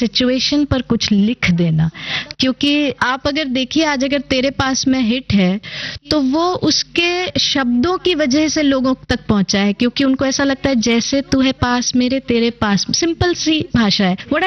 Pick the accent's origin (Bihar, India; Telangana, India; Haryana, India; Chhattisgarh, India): Bihar, India; और हम क्योंकि बिहार से हैं और हम बहुत छोटे थे जब हम उनके लिखे गाने सुनते थे और फिर बड़े हुए और भोजपुरी के उनके गाने हमने भी कवर किए